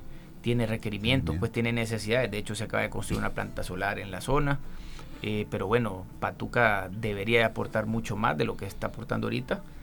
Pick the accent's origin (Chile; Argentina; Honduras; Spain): Honduras; Nosotros, como hondureños, a ver, Honduras es un país muy rico en recursos naturales